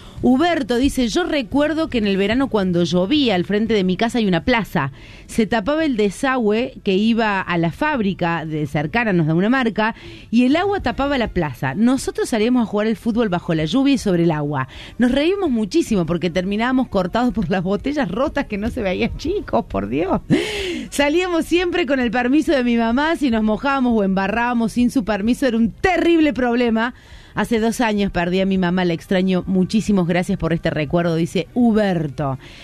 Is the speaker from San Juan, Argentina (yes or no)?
yes; San Juan, Argentina; de San Juan. Recuerdos de mi madre, una nativa huarpe.